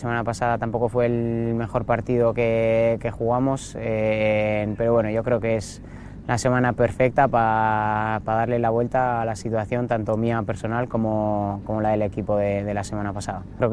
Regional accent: San Sebastián, Basque Country, Spain; Yo soy de San Sebastián, he pasado por Cantabria, ahora vengo a Asturias

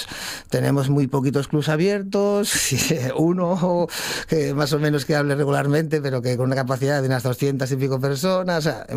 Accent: Asturias, Spain; yo que soy muy asturiano y me considero muy asturiano, llevo la bandera de Asturias por todo el mundo

